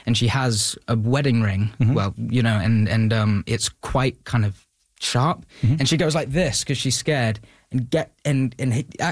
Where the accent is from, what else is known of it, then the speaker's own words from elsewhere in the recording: Beverly, Yorkshire and the Humber, United Kingdom; My hometown. Beverly, or we're kind of in between Beverly, Pocklington, York, in Yorkshire.